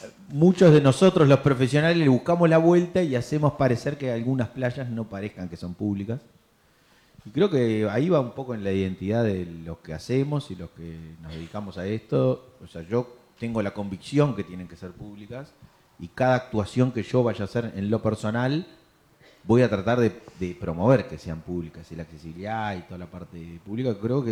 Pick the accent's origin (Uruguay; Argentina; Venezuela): Uruguay; Y los uruguayos no estamos acostumbrados a eso. Y yo como uruguayo no me quiero acostumbrar a eso